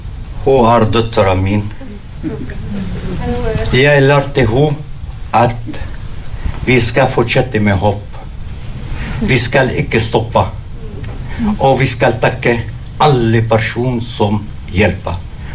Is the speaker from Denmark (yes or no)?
no; Palestine; Norwegian is a second language; now in Norway; Jeg er fra Palestina.